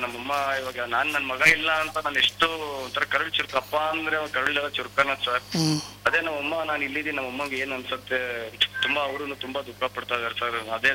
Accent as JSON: {"language": "Kannada", "town": "Shivamogga", "region": "Karnataka", "country": "India", "tie": "born or raised there", "moved": "yes", "said": "ನನ್ನ ಊರು ಶಿವಮೊಗ್ಗ ಸರ್."}